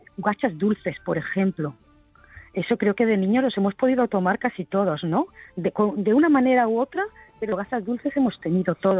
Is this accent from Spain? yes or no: yes; Granada, Andalusia, Spain; Bueno, yo soy de Granada.